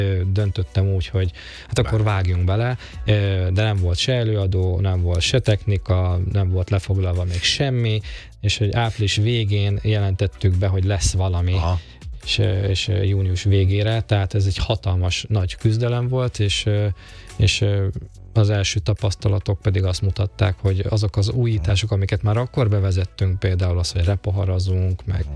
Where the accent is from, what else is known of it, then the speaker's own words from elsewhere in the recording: Salgótarján, Nógrád, Hungary; now in Tata, Hungary; Salgótarjáni vagyok, aki Egerben szervezett fesztivált, aztán Budapestre került, és Tatán kötöttem ki